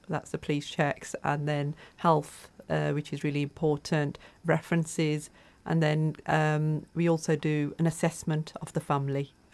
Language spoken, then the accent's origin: English; West Bromwich, West Midlands, United Kingdom; So growing up, I grew up in the Black Country in West Bromwich.